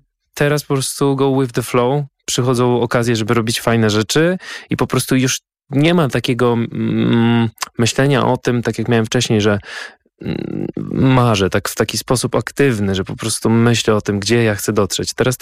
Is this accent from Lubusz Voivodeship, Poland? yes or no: no; Ostróda, Warmian-Masurian Voivodeship, Poland; now in Warsaw, Poland; pochodzę z miasta, w którym nie ma tradycji za bardzo muzycznych, bo ja pochodzę z Ostródy.